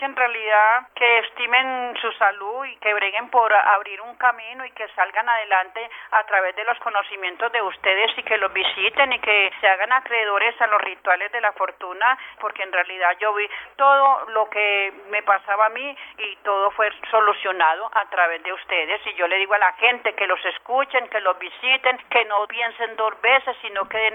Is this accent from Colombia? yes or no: yes; Ituango, Antioquia, Colombia; Ay, porque estoy lo más de contenta. Yo soy de Ituango.